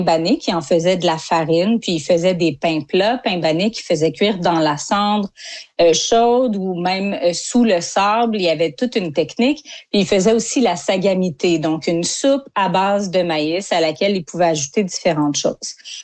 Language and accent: French; Saint-Guillaume, Quebec, Canada; Moi, je viens de Saint-Guillaume, au centre du Québec.